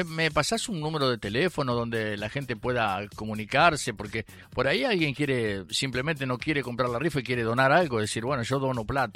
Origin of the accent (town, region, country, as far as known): Uruguay